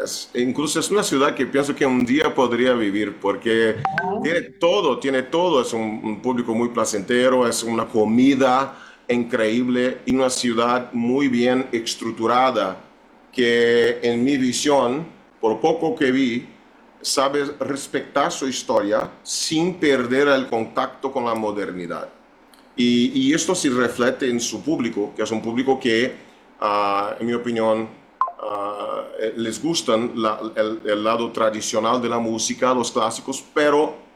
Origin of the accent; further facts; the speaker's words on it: Salvador, Bahia, Brazil; Spanish is a second language; mi tierra natal, que es Salvador Bahía